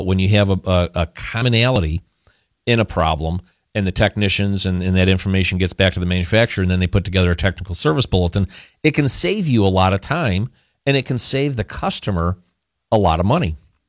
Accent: Skaneateles, New York, United States; I grew up in Skinny Atlas.

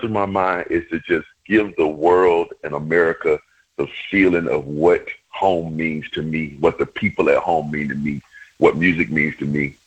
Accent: Alabama, United States; hey, man, where are you from? I go, I'm from Alabama.

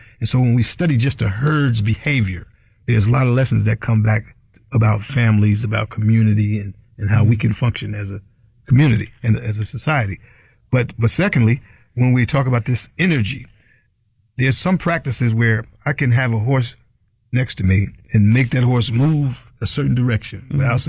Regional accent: New York, United States; born or raised there

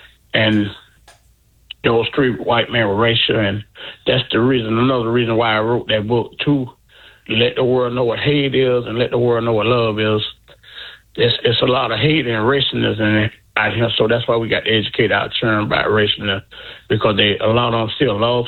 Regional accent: New York, United States; growing up in Brooklyn myself.

